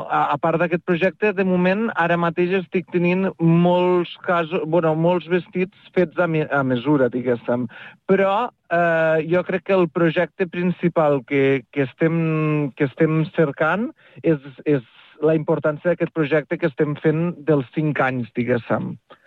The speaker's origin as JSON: {"language": "Catalan", "town": "Mollerussa", "region": "Catalonia", "country": "Spain", "tie": "born or raised there", "said": "trobo que és el meu poble i jo tinc molta estima al meu poble i a la meva gent i a la meva terra d'aquí"}